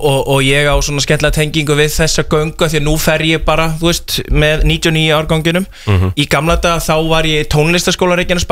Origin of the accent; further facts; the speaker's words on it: Keflavík, Southern Peninsula, Iceland; moved away; Ég er fæddur og uppalinn í Sönni Kef.